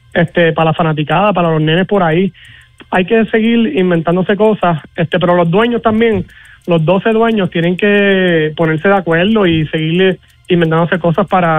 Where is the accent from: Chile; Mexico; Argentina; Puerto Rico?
Puerto Rico; Mayagüez; yo soy de Mayagüez